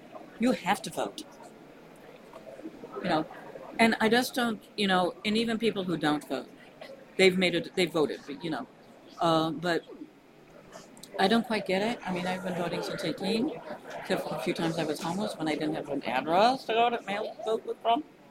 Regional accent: California, United States; growing up in California

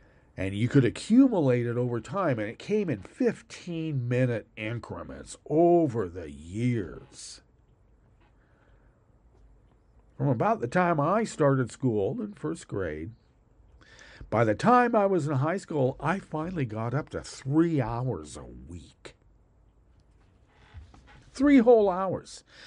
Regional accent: United States; I'm an American.

